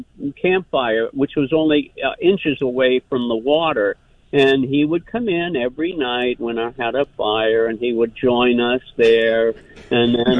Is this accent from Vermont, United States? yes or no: yes; Killington, Vermont, United States; I'm from Killington, but I have a home up on Lake Champlain off of the west shore of Isle of Mott.